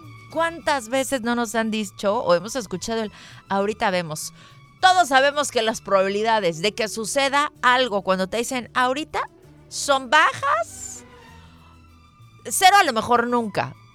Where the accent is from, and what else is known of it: Mexico